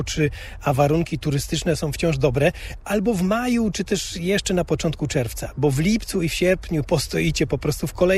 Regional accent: Silesian Voivodeship, Poland; mimo że przecież w Beskid w dzieciństwie miałem bliżej, bo wychowałem się na Górnym Śląsku.

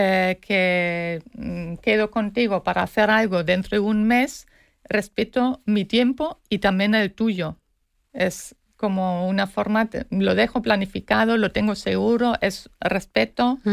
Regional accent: Germany; Spanish is a second language; moved away; also born or lived in Spain; Es mi reflejo alemán de escuchar las cosas tal como son.

